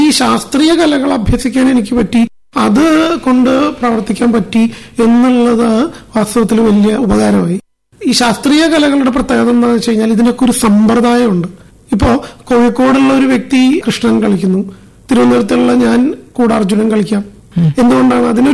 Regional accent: Irinjalakuda, Kerala, India; ഞാൻ ഇഴഞ്ഞാലക്കുടക്കാരനാണ്.

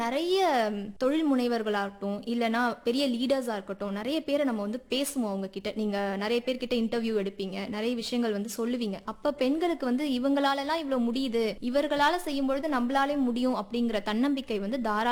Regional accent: Puducherry, India; born there; first language Tamil; என்னோட புதுச்சேரியில பிறந்ததுனால

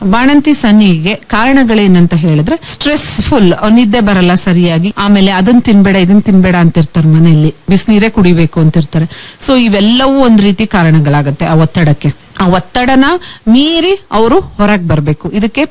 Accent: Karnataka, India

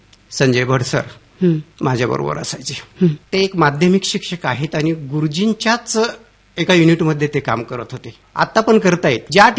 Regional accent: Godgaon, Maharashtra, India; born or raised there

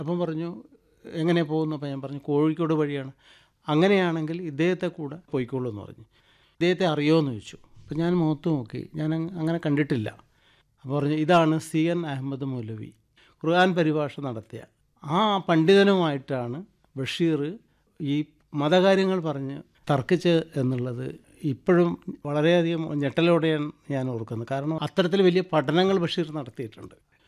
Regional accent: Kannur, Kerala, India; അപ്പോൾ ഞാൻ പറഞ്ഞു കണ്ണൂരിൽ നിന്നാണ്, ഇന്ന സ്ഥലത്ത് നിന്നാണ്.

